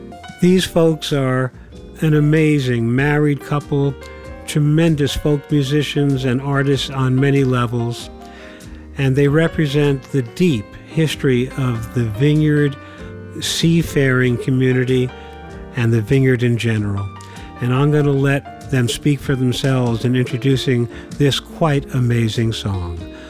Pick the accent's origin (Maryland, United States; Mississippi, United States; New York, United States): New York, United States; Astoria; born there; I was born in Astoria.